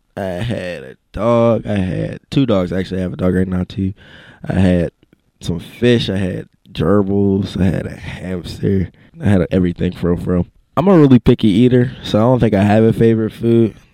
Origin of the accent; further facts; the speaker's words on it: Pittsburgh, Pennsylvania, United States; born there; I'm 16 years old, and I attend Holy Family Academy. I was born in Pittsburgh